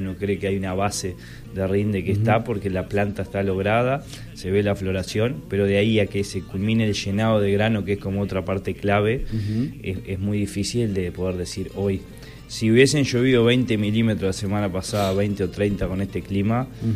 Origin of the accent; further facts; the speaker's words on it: Uruguay; somos uruguayos.